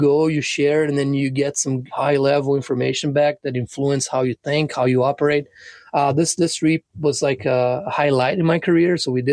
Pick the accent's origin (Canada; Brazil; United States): Brazil; São Paulo; We spent some time in my hometown in São Paulo state.